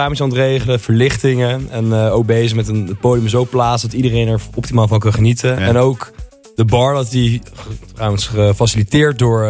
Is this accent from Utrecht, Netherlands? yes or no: yes; De Bilt, Utrecht, Netherlands; moved away as an adult; now in Leiden, Netherlands; Utrecht en dan bij de Bild.